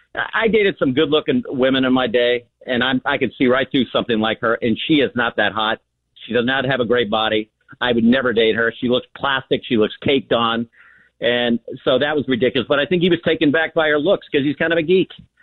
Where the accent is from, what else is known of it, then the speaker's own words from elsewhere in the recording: West Coast, United States; I'm from the West Coast. I live now on the East Coast.